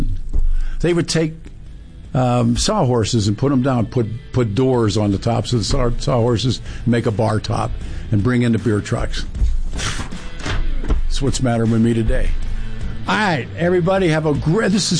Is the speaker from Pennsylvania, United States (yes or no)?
yes; Pittsburgh, Pennsylvania, United States; We grew up on Bruno in Pittsburgh, but that's the great story.